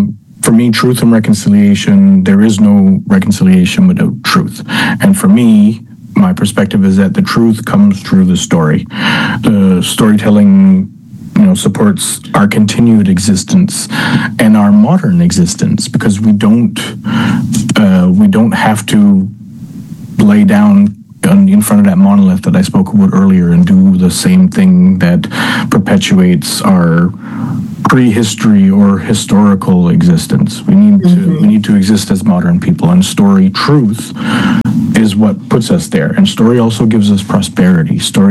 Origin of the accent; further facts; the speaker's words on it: Flat Bay, Newfoundland and Labrador, Canada; moved away; I have negative memories when I left the community. But growing up in Flat Bay